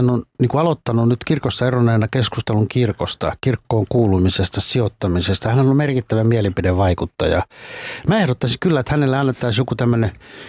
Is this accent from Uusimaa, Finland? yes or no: yes; Uusimaa, Finland; mä oon Uudeltamaalta